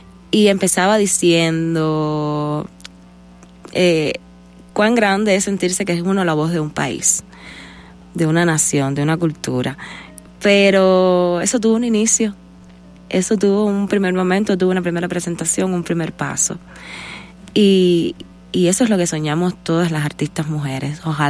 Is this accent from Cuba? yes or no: yes; Güines, Mayabeque, Cuba; Yo soy de Guinness, de un pueblo en Cuba que se llama Guinness, que está ahora actualmente en la provincia de Mayabeque.